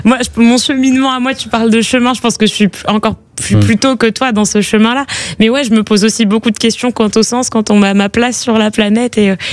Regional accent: Valence, Auvergne-Rhône-Alpes, France; Je suis de Valence.

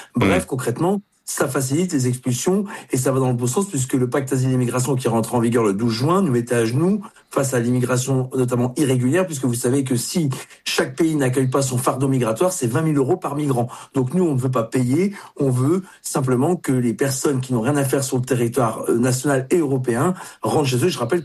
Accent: Hauts-de-France, France; Puis je suis du Nord, hein, donc les accords du Touquet qui nous mettent à genoux face à l'immigration irrégulière, je les connais bien effectivement.

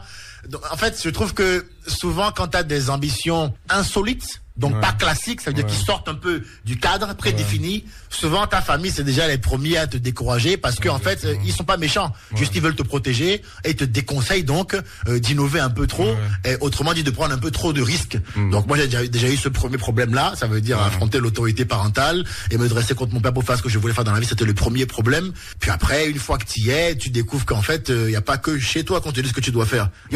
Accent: Benin; moi je suis un vrai Béninois, je suis parti tard d'ici.

